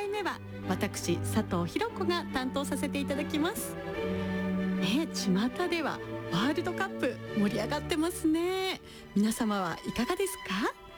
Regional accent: Yamagata, Japan; 私の地元山形に蔵王温泉というとっても硫黄のいい香りがする温泉があるんですけれども

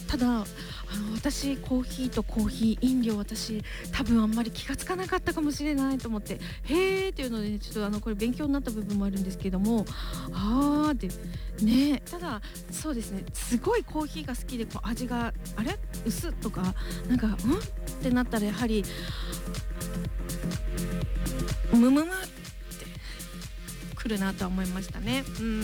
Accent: Shiga, Japan; also born or lived in Kanto; 自分は関東生まれですが高校は滋賀県だったんですよ

